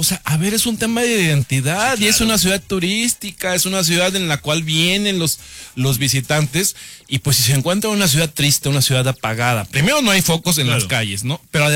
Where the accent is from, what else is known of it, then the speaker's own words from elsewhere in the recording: Jojutla, Morelos, Mexico; now in Cuernavaca, Mexico; Yo nací aquí en Cuernavaca. Desde chiquito me llevaron a Jojutla y la verdad me siento orgulloso porque tuve una crianza en un pueblo grande, como le puedo denominar, porque son 100,000 habitantes, no es tan chiquito